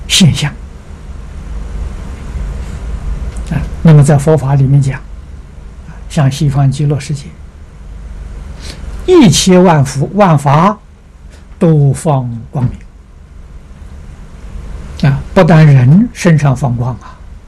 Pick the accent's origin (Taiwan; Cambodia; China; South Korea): China; 我们中国人